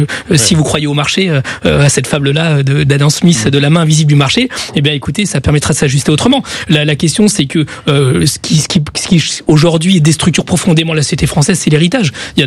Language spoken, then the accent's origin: French; Chile; Ça a existé dans mon pays d'origine qui s'appelle le Chili.